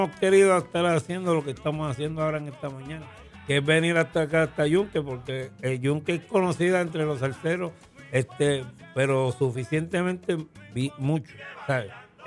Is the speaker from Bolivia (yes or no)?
no; Puerto Rico; este gran país en el que yo me crié y nací, en Puerto Rico